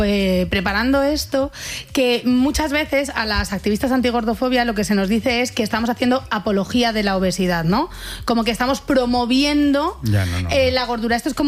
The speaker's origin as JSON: {"language": "Spanish", "town": "Fuenlabrada", "region": "Community of Madrid", "country": "Spain", "said": "Claro, yo es que soy de Fuenlabrada. Entonces, en Fuenlabrada era escape y porros, las dos cosas."}